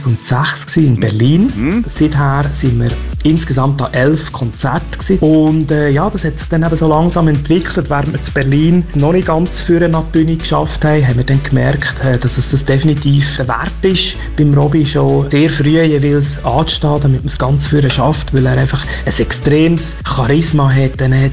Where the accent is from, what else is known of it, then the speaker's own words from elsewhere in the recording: Fribourg, Switzerland; now in Zürcher Unterland, Switzerland; Ich bin aufgewachsen in der Region Murten, wohne aber schon lange im Zürcher Unterland